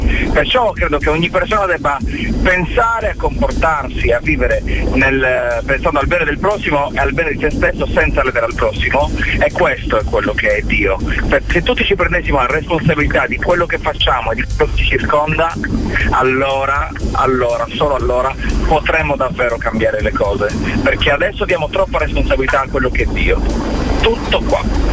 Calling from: Oristano, Sardinia, Italy; sono di Oristano in Sardegna.

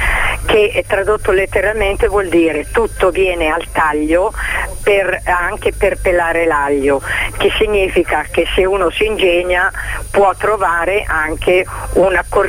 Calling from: Milan, Lombardy, Italy; parlo da Milano

